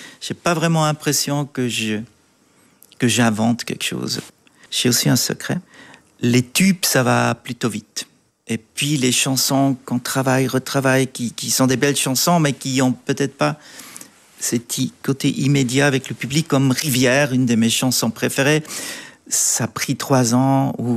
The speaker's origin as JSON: {"language": "French", "region": "German-speaking Switzerland", "country": "Switzerland", "second_language": "French", "said": "Je suis Suisse allemand, oui."}